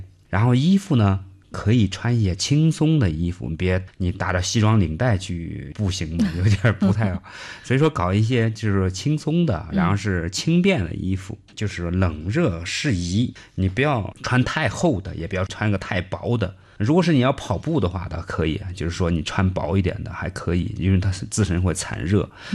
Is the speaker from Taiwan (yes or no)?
no; China; 我们中国人